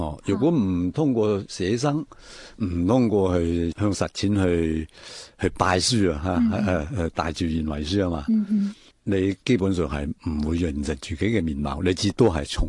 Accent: Shunde, Guangdong, China; 本来我就系岭南水乡嘅土生土长嘅，系一员，所以佢按照计，你个地缘同埋你个血缘啊，都系属于呢块土地嘅，呢块热土嘅。

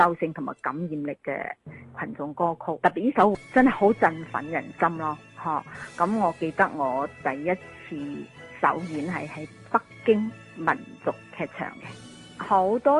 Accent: Guangzhou, Guangdong, China; 我们广东人，而且是我们广州人

